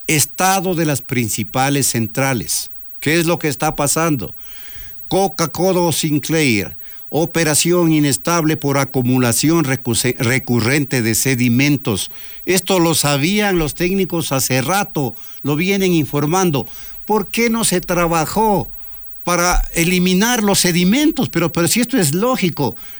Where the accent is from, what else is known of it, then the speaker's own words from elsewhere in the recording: Ecuador; nos duele como ecuatorianos